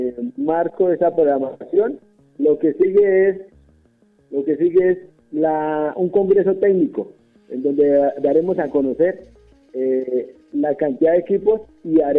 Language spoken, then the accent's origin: Spanish; Colombia